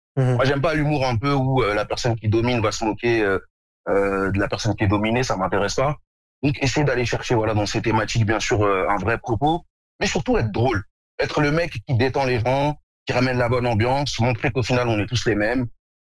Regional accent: Zagora, Drâa-Tafilalet, Morocco; j'ai toujours une bonne réputation grâce à la région de Zagora de laquelle je suis originaire.

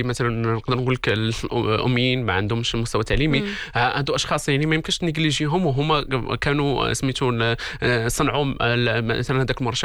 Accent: Morocco; الناس السياسيين عندنا في المغرب،

